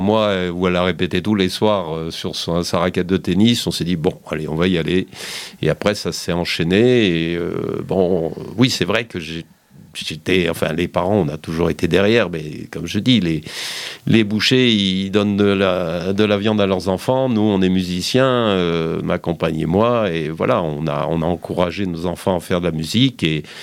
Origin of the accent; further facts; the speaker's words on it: Die, Auvergne-Rhône-Alpes, France; moved away; j'ai quand même donc vécu toute mon enfance à Die, où j'ai quand même fait beaucoup de musique à Die, à la MJC.